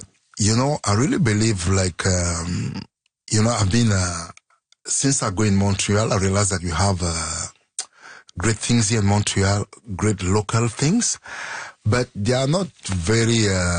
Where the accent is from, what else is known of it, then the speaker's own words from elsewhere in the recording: Cameroon; I grew up in Cameroon, colonized country by French and England